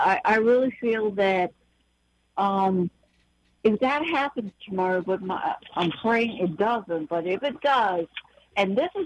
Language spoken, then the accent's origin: English; United States; as an American citizen.